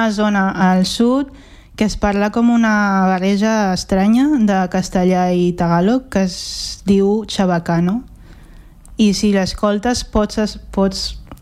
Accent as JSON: {"language": "Catalan", "region": "Catalonia", "country": "Spain", "said": "sóc d'aquí també, o sigui, sóc catalana com tu"}